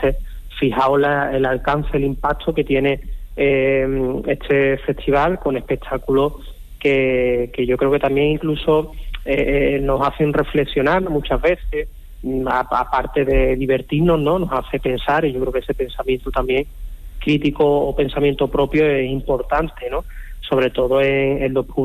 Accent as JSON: {"language": "Spanish", "town": "Brenes", "region": "Andalusia", "country": "Spain", "said": "la patrona de mi pueblo, de Brenes"}